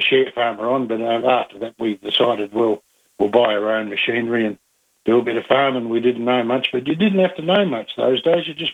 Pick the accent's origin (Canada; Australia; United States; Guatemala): Australia; Jamestown, South Australia; born there; now in Salisbury East, Australia; I was born in Jamestown in 1948.